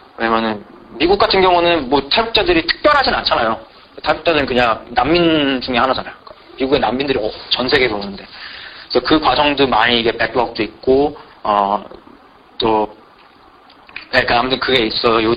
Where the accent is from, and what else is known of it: North Korea; now in United States